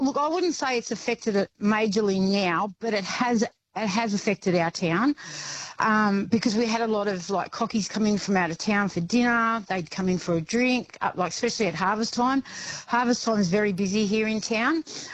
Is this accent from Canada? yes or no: no; Penrith, New South Wales, Australia; now in Tullamore, Australia; And what Penrith.